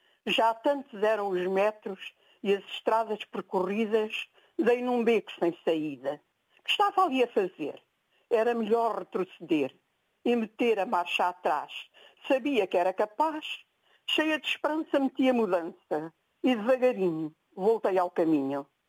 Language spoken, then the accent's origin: Portuguese; Alentejo, Portugal; moved away as an adult; also born or lived in Lisbon; now in Figueira da Foz, Portugal; eu sou de Lisboa, cresci no Alentejo e depois regressei a Lisboa para trabalhar